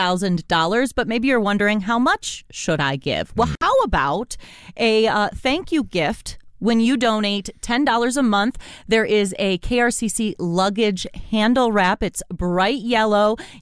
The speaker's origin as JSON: {"language": "English", "region": "Michigan", "country": "United States", "tie": "born or raised there", "also_born_or_lived": "New York", "moved": "yes", "lives_now": "Colorado, United States", "said": "I grew up in Michigan."}